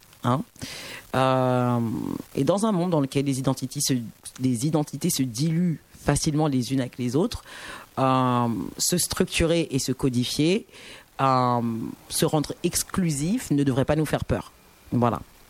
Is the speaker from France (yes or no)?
yes; France; nous sommes une ethnie française, nous sommes des Noirs en France